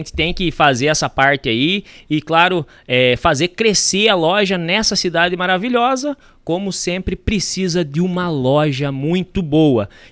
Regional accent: Santa Catarina, Brazil; moved away as an adult; now in Palmeira, Brazil; Por último, eu tava na divisa com o Rio Grande do Sul, mas eu sou catarinense. Me criei em Santa Catarina

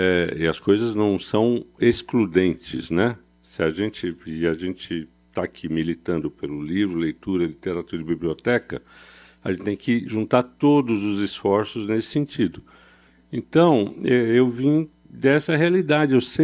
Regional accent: São Paulo, Brazil; Apesar de ter essa cara de Moema, eu sou do Capão Redondo, do Campo Limpo com Capão Redondo. Então, minha vida foi escola pública

